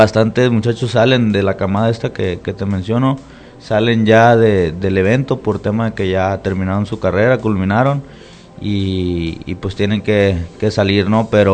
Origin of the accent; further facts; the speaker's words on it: Peñas, Mexico; also born or lived in Tuxpan; Somos de Peñas.